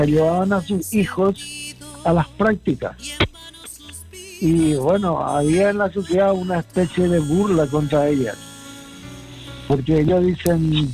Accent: Paraguay; Nosotros como paraguayos

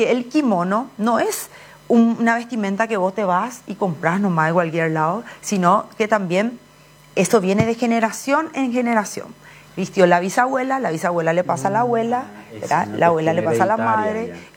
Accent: Paraguay; Yo ya soy paraguaya, pero sí de madre paraguaya y padre japonés.

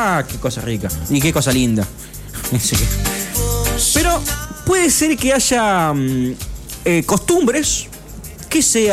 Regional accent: Argentina

